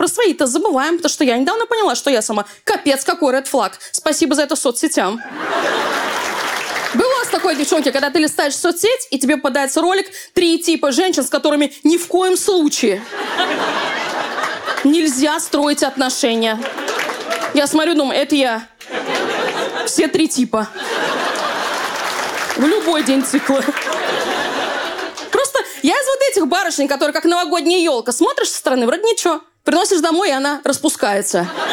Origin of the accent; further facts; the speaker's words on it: Urals, Russia; now in Moscow, Russia; потому что я родом с Урала.